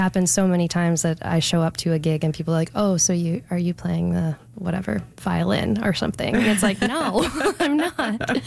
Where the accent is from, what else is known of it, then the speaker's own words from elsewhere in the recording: Fredericton, New Brunswick, Canada; now in Saint John, Canada; I mean, I grew up in Fredericton, but I have lived the last few years in St. John, and I really feel a pretty deep connection to the St. John music scene.